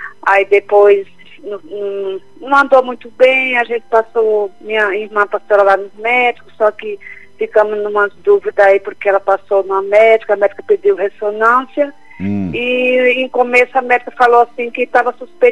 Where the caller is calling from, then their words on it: São Paulo, Brazil; É de São Paulo.